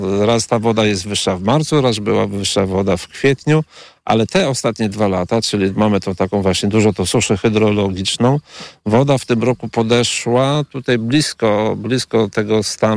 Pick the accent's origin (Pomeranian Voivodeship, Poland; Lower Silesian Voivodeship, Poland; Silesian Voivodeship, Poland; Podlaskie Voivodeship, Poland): Podlaskie Voivodeship, Poland; Wizna; Tak, jestem z Wizny i tutaj jestem rolnikiem.